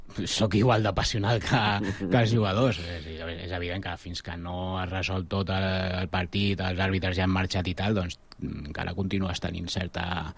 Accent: Sabadell, Catalonia, Spain; la gent que som de Sabadell, del Sabadell

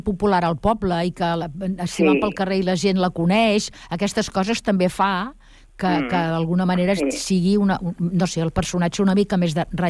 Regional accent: El Prat de Llobregat, Catalonia, Spain; born there; com que he nascut al Prat i al poble, i que tota la meva família pràcticament és del Prat

